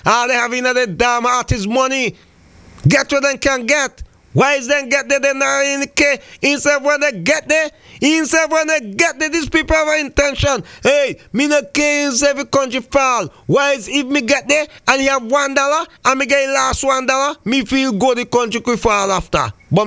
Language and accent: English; Antigua & Barbuda; Mrs. Bikai happened down in my hometown too. But these people, you know, these people are desperate. Same country you pull down. Because if me gonna, if me live in America, I may never talk about Antigua so bad.